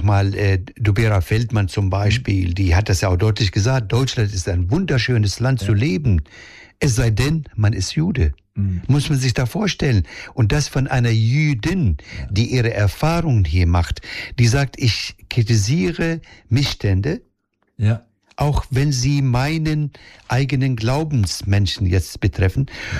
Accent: Palestine; now in Germany; als Palästinenser nicht und als Bürger dieses Landes auch nicht

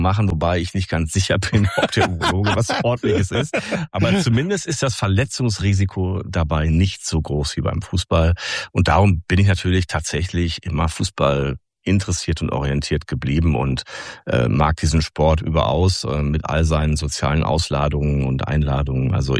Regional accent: North Rhine-Westphalia, Germany

